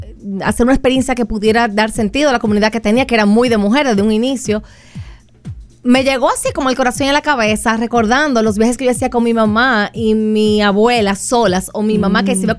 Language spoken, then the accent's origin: Spanish; Dominican Republic